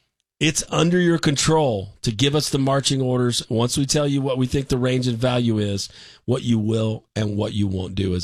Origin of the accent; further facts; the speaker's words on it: Dallas, Texas, United States; I'm originally from Lake Highlands. I met Mike Mayers in Lake Highlands back in, I think it was around 1985, 86.